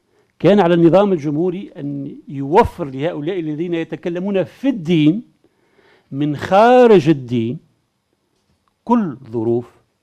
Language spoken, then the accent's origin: Arabic; Tunisia; عندنا في تونس